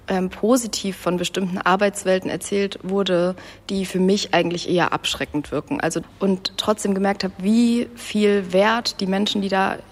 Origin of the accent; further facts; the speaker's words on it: Freital, Saxony, Germany; Ich komme aus Freital, aus der Nähe von Dresden. Und auch in der Region war Bergbau extrem wichtig und ist genau gegenüber von meinem Kinderzimmerfenster steht ein Stahlwerk.